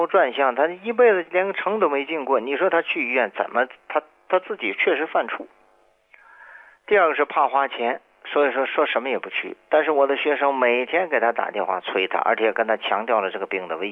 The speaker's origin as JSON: {"language": "Chinese", "country": "China", "said": "我们中国人倡导的是孝道文化"}